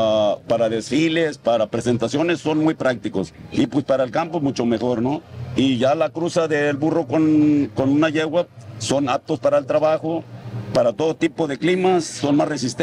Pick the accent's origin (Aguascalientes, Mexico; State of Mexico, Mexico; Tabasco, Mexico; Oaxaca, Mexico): Oaxaca, Mexico; Matías Romero; also born or lived in Uxpanapa, Veracruz; Yo soy del municipio de Matías Romero, Oaxaca, pero también soy de Uspanapa. Pues soy veracruzano y soy también oaxaqueño